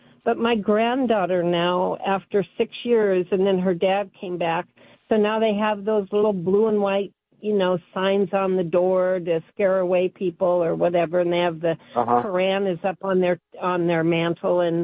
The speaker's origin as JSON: {"language": "English", "town": "Seattle", "region": "Washington", "country": "United States", "tie": "born or raised there", "said": "I'm 71 years old. I was raised in Seattle, and I was part of we had a Jesus movement way back when I was 16 up here in Seattle"}